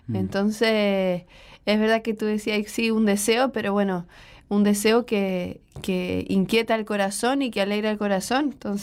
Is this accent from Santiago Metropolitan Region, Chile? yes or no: yes; Santiago, Santiago Metropolitan Region, Chile; Yo tengo 35 y soy de Santiago.